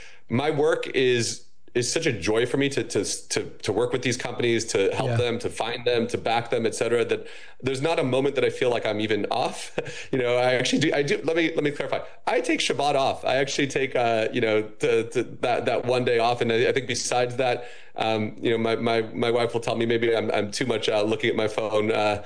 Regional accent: United States; especially as an American and think about, where we are in this moment

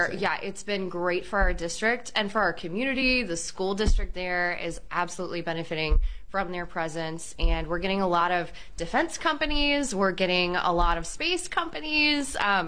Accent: Round Rock, Texas, United States; Absolutely. I grew up in Round Rock. That's where I represent.

